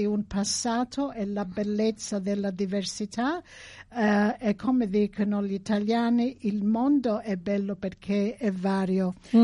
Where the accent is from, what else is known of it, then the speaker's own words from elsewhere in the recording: Calabria, Italy; moved away; come io come calabrese parlo il dialetto della